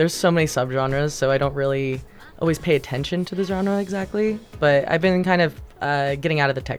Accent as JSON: {"language": "English", "region": "New England", "country": "United States", "moved": "as an adult", "lives_now": "Boise, United States", "said": "I'm from New England originally, but I've been living in Boise for 7 years."}